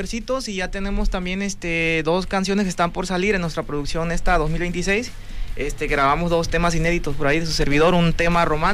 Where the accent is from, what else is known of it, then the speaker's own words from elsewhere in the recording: Acapulco, Guerrero, Mexico; somos acá de Acapulco